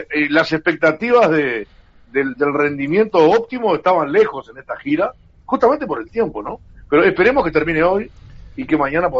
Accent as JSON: {"language": "Spanish", "country": "Uruguay", "said": "nosotros los uruguayos somos criticones, y ojo, que no tenemos medidas, porque, y me incluyo, yo soy uruguayo como todos"}